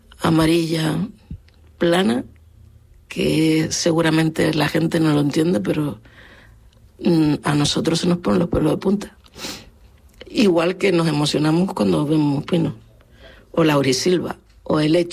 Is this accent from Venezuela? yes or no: no; Las Palmas de Gran Canaria, Canary Islands, Spain; moved away as an adult; now in Spain (mainland); soy mestiza de entre islas y viví hasta los 33 años en la mejor zona de Las Palmas para mí, en el Puerto de la Luz. Bueno, en una calle que era frontera donde empezaba Guanarteme, y empezaba el Puerto de la Luz.